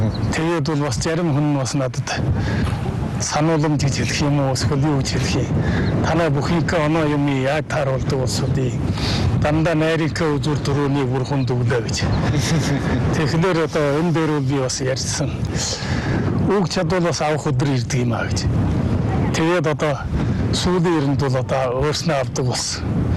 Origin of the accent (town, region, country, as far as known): Hulunbuir, Inner Mongolia, China